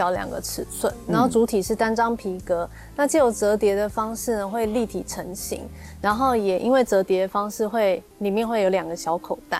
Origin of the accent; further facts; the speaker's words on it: Taiwan; 我们是台湾人，我们是台湾的品牌。